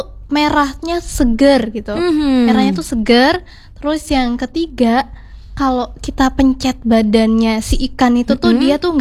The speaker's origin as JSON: {"language": "Indonesian", "region": "Lampung", "country": "Indonesia", "said": "Kalau aku, karena aku dari Sumatera, dari Lampung, aku ikannya sukanya ikan patin."}